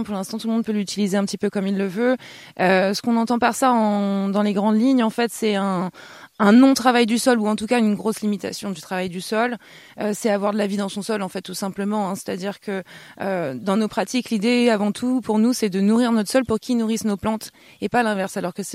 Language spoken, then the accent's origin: French; Centre-Val de Loire, France